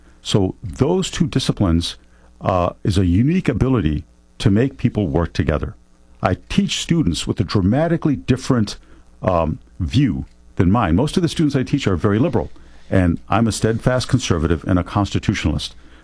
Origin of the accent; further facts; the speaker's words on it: Buffalo, New York, United States; And again, I went to a state University of New York in Buffalo. That's where I grew up in Western New York.